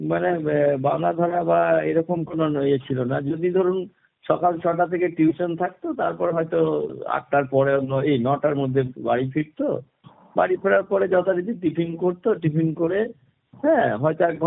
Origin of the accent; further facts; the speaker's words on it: West Bengal, India; যেটা আমার গ্রামের বাড়ি, সেই গ্রামের বাড়ির পাশে একটা এ বিদ্যালয়, যে বিদ্যালয় থেকে আমি 5-10 পড়াশোনা করেছি, সেই বিদ্যালয়ে এখন আমি শিক্ষকতা করছি, বেরিয়াপুর অঞ্চল উচ্চ বিদ্যালয়।